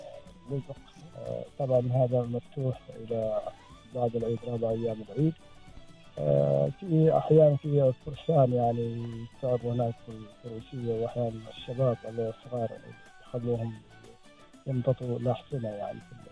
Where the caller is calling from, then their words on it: Al-Mudhaibi, Ash Sharqiyah North, Oman; من ولاية المزيد، منطقة لبق، جاب الشمال الشام، شمال الشرق.